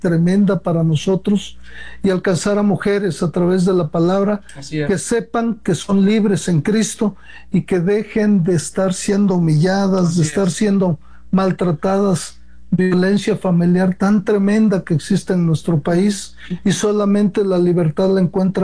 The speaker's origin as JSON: {"language": "Spanish", "country": "Mexico", "said": "como mexicanos y como hijos de Dios"}